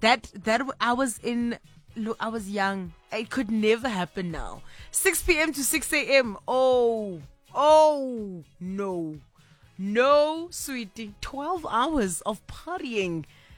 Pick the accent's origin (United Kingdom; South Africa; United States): South Africa; Kimberley, Northern Cape; You know, December used to be that, in my hometown of Kimberley, it used to be like those Decembers where there was this one particular spot that would stay open literally till the sun comes out